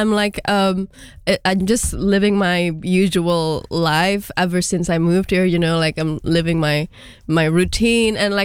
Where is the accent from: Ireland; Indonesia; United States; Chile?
Indonesia; moved away as an adult; now in United Kingdom; I did my bachelor's degree in communications back in Indonesia. I've lived a life there. I grew up there my whole life, never really kind of like moved anywhere else.